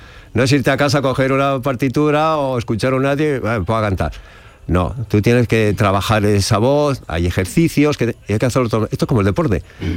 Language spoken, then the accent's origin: Spanish; Aranda de Duero, Castile and León, Spain; Yo de niño cantaba, me acuerdo, en una escolanía de mi tierra. Yo soy de Burgos, de Aranda de Duero, y allá en la escolanía cantaba, ¿no?